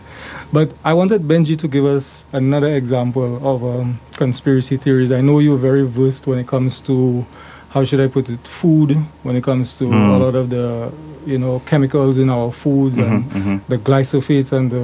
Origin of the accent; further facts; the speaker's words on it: Choiseul, St. Lucia; Because I know my origins, you know, according to what my mom tells me, we are Carib from Choiseul